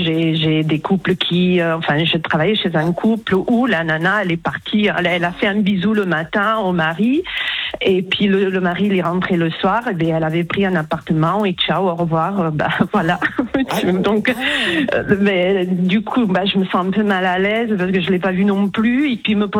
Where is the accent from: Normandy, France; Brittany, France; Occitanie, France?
Occitanie, France; Toulouse; Alors, je suis de Toulouse, au soleil.